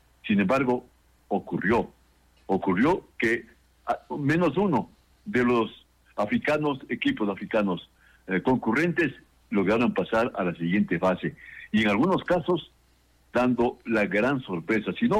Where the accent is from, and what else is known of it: Ecuador; now in Mexico